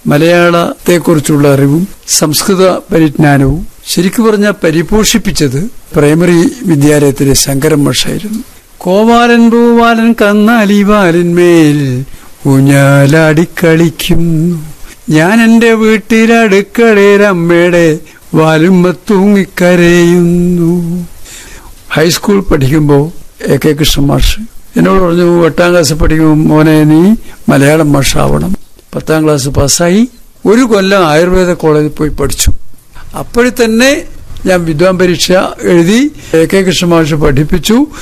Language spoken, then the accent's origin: Malayalam; Kerala, India; ഞാൻ ജനിച്ചു വളർന്നത് കൈതപ്പുറം കനികച്ചാൽ എന്ന് പറയുന്ന വളരെ ചെറിയ ഒരു നാട്ടിലാണ്.